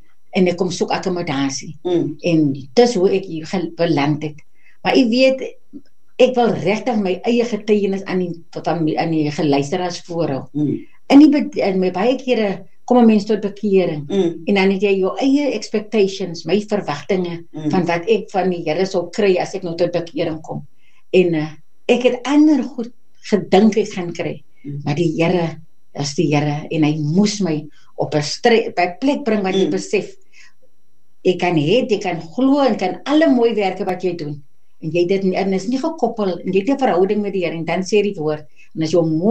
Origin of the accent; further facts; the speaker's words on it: Macassar, Western Cape, South Africa; moved away as an adult; now in Mossel Bay, South Africa; ek is oorspronkelijk van Makassa. Ek het so plus minus 20 jaar gelede het ek in Mosselbaai aangeland